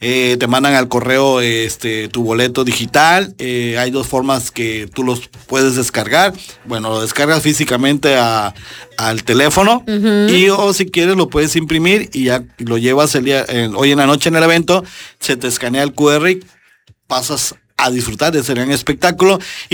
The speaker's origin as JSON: {"language": "Spanish", "town": "Tapachula", "region": "Chiapas", "country": "Mexico", "said": "nosotros los tapachultecos"}